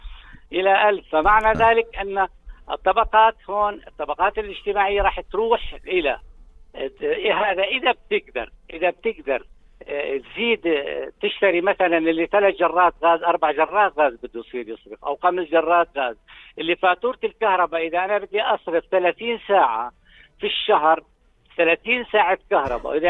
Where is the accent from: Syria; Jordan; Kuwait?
Jordan; عندنا في الأردن